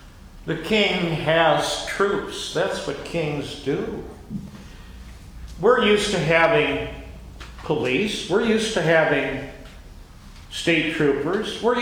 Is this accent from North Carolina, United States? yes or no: no; Waverly, Iowa, United States; now in Minnesota, United States; When I grew up in Waverly, we never talked about Iowa nice.